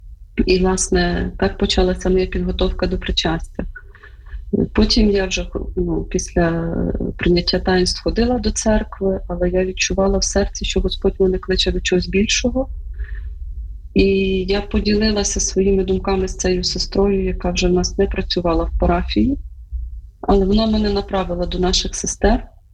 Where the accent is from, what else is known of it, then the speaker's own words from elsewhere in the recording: Zhytomyr, Zhytomyr Oblast, Ukraine; Ну, я народилася в Житомирі і виросла.